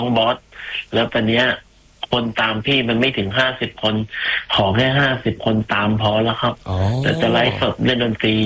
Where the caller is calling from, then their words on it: Phitsanulok, Thailand; พิษณุโลกครับ